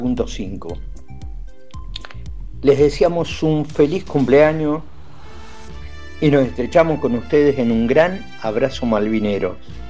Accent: La Plata, Buenos Aires Province, Argentina; las preocupaciones que tenemos los ciudadanos platenses y quienes también somos parte de la vida activa de la Argentina.

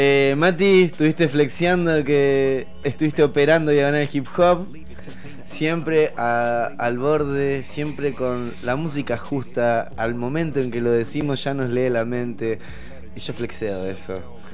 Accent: Argentina; teniendo que seguir siendo un humano argentino promedio

